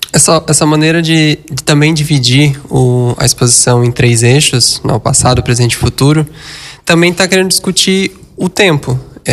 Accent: Brazil; A gente também, sendo brasileiro, quem não cresceu assistindo um Gugu no televisão ali no domingo

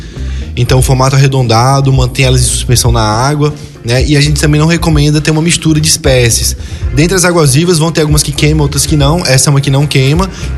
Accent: João Pessoa, Paraíba, Brazil; moved away as an adult; also born or lived in Petrópolis, Rio de Janeiro; now in Rio Grande, Brazil; Eu sou originalmente da Paraíba. Na verdade, minha família é do Rio de Janeiro, né? De Petrópolis, mas eu fui muito pequeno, desde os 1 ano de idade, a gente foi morar em João Pessoa, na Paraíba.

